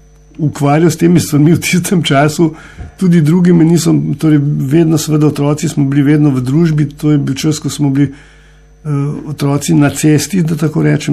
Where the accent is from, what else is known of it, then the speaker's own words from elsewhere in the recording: Novo Mesto, Southeast Slovenia, Slovenia; Odraščal sem v Novem mestu, torej sem, lahko rečem, mestni otrok.